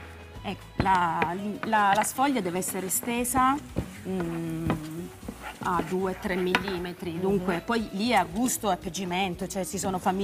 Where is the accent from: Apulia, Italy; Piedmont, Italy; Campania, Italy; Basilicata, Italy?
Apulia, Italy; Mi manca tanto, mi manca tanto la mia terra e la porto sempre nel cuore, nelle mie ricette, in quello che faccio.